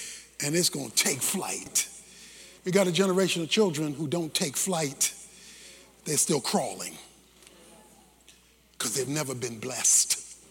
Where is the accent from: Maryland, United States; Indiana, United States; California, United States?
Maryland, United States; Baltimore; When I was growing up in Baltimore